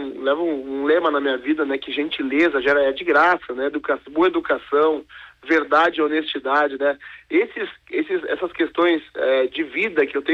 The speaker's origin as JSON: {"language": "Portuguese", "country": "Brazil", "tie": "born there", "said": "Brasileiro, eu sou brasileiro nato, né?"}